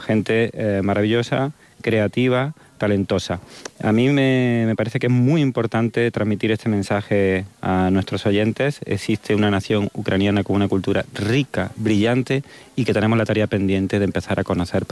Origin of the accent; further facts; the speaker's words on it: Andalusia, Spain; a mí no me gustaría nada que como andaluz se utilizase mi literatura o mi poesía como una seña de identidad andaluza.